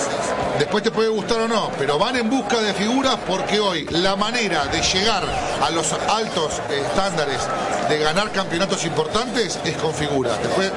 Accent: Argentina; Me gusta que mis opiniones salgan con pasión. Como buen argentino.

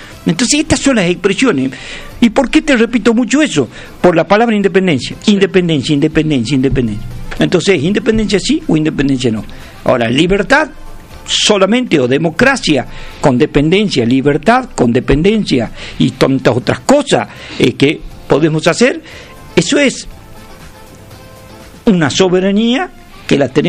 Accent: Tucumán, Argentina; nosotros los tucumanos

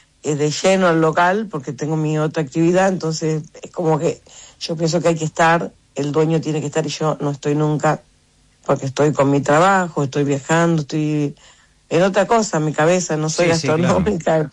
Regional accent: Tucumán, Argentina; also born or lived in Buenos Aires; Yo soy de Tucumán y vivo allá también. Vivo acá y en Buenos Aires y en Tucumán.

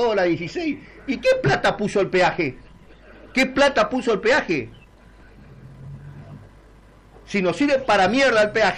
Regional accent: Argentina; somos argentinos

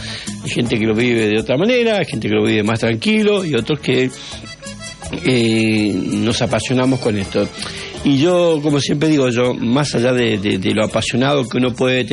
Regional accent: Argentina; lo que estamos viviendo como argentino

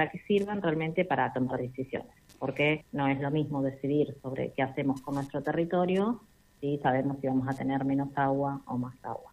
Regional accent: La Pampa, Argentina; born there; moved away as an adult; also born or lived in Río Gallegos, Santa Cruz / Patagonia; now in Buenos Aires, Argentina; Yo nací en Río Gallegos, viví en Patagónica, después viví muchos años en el campo de mi abuela en La Pampa.

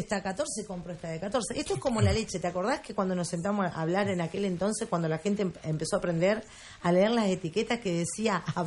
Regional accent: Argentina; viste cómo somos los argentinos

